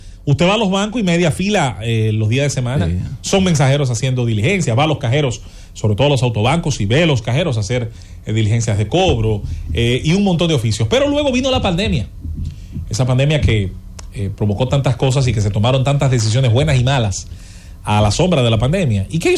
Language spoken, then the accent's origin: Spanish; Azua de Compostela, Azua, Dominican Republic; Yo recuerdo en el caso de mi pueblo, en Azua de Compostela, no hubo rutas de transporte, por así decirlo, hasta hace poco.